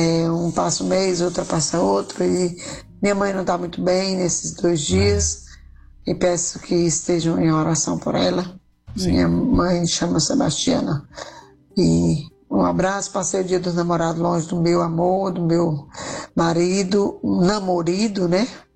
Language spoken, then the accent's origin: Portuguese; Piauí, Brazil; E dizer que hoje eu estou no Maranhão. Ah, sou piauiense, estou piauiense por 28 anos.